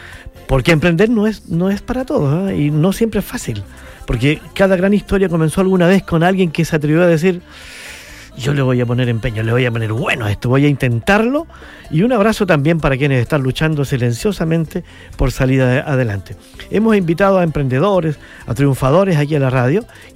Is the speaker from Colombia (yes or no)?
no; Chillán, Ñuble, Chile; Bueno, Chillán es mi tierra en realidad. Aquí estudié, aquí crecí, aquí he emprendido, aquí he hecho familia, en fin. Todo lo he hecho aquí en Chillán, aunque he vivido, hoy les quiero compartir que he vivido en varias ciudades.